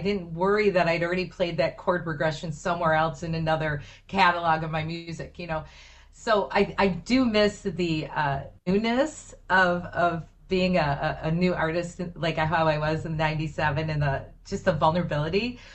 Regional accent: Detroit, Michigan, United States; I was brought up in the Detroit area and I was definitely influenced by R&B songwriters.

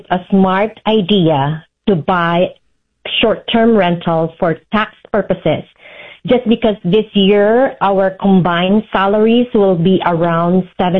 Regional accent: California, United States; I'm from Silicon Valley and work in a healthcare industry. I'm 54 years old, plan to retire in 2 years, married.

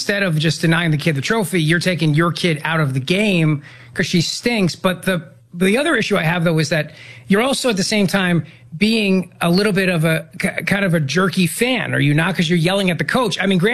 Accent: New Jersey, United States; growing up in Jersey, just like me.

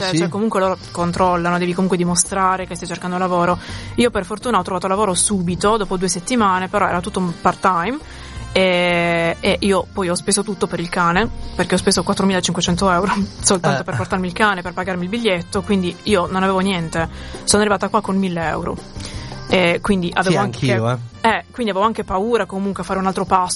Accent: Molfetta, Apulia, Italy; moved away as an adult; now in Adelaide, Australia; Ovviamente io vengo da Molfetta, che è una città piccolissima di 60.000 abitanti probabilmente.

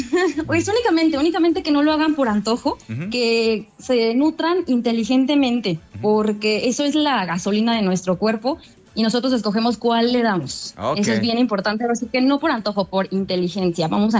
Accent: Mexico; nosotros como mexicanos

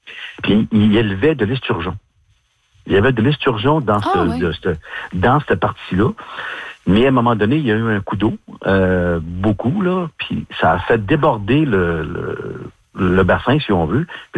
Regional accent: Quebec, Canada; moi je viens pas de Ponigamouk en passant, je viens de la Côte-Nord.

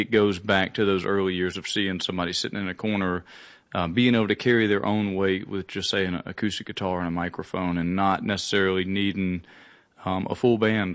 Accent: Alabama, United States; born there; So I was born in Alabama, close to Cheehaw State Park, which is the same, you know, Blue Ridge Mountain system that runs across there.

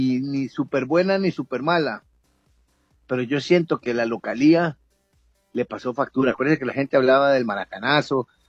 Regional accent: Costa Rica; Que no podemos como costarricenses, como el simple aficionado, andar con la camiseta de la selección puesta.

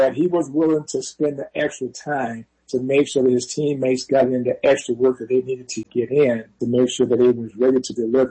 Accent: Flint, Michigan, United States; I can remember as a kid growing up in Flint, Michigan

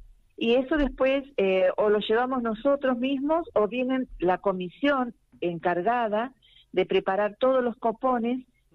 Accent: Rosario, Santa Fe, Argentina; Yo, de Rosario.

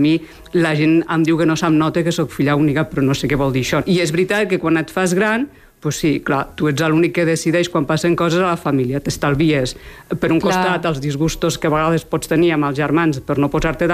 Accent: Andorra la Vella, Andorra; born there; Vaig néixer a Andorra la Vella el 26 d'agost de 1960.

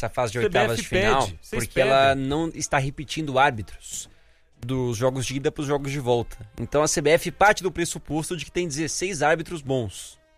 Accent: São Paulo, Brazil; É bem que a gente cresceu no mesmo bairro, na Zona Leste de São Paulo.

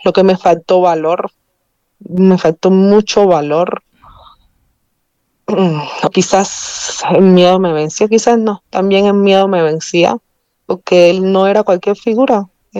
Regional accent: Cuba; now in Mexico; soy de origen cubano, soy de origen cubano. Llegué aquí en el año 2017 con beca CONACYT para la maestría de energía en la UNAM.

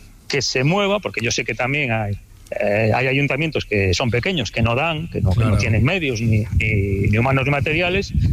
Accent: Galicia, Spain; Yo, los cursos fluviales en algunos ríos gallegos, sí. Bueno, en mi pueblo tenemos un par de ríos.

